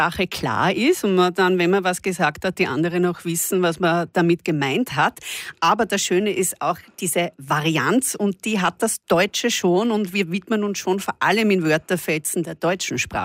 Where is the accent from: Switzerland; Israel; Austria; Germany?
Austria; je suis autrichienne